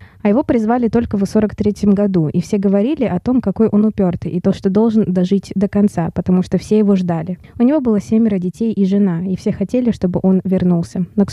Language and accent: Russian; Karaganda, Karaganda Region, Kazakhstan; moved away as an adult; now in Bratislava, Slovakia; я из Казахстана, из города Караганда. Приехала в Словакию и сейчас учусь в экономическом университете в Братиславе